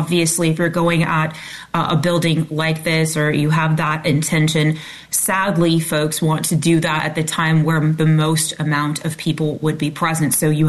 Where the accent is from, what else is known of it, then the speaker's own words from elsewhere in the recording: California, United States; Yeah, so 4 acres, and again, I'm from California.